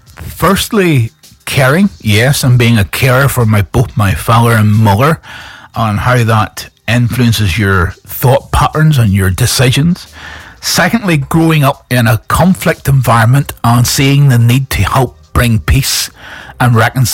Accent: Northern Ireland, United Kingdom; I am from Northern Ireland

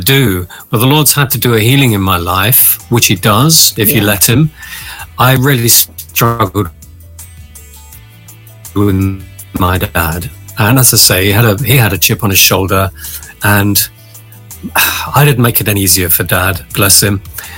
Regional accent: Emsworth, South East England, United Kingdom; So I was brought up in Emsworth in Hampshire, right on the coast.

